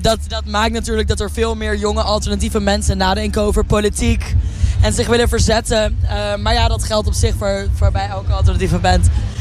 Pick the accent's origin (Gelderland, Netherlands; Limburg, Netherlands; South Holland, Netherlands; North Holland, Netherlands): North Holland, Netherlands; We zaten in het Gooi op de middelbare school.